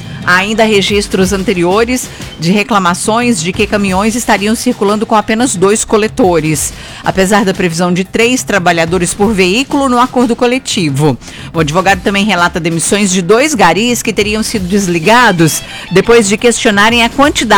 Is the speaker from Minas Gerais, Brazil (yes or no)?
yes; Minas Gerais, Brazil; Não, eu sou mineira, eu gosto, né?